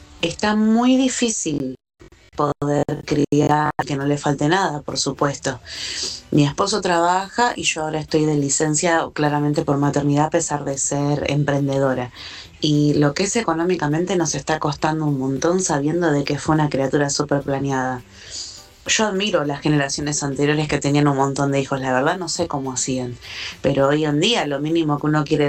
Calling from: San Francisco Solano, Buenos Aires Province, Argentina; tengo 30 años y soy de San Francisco Solano

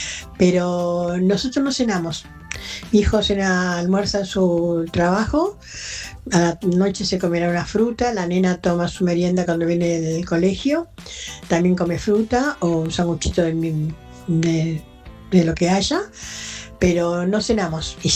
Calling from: Buenos Aires, Argentina; de Barraca.

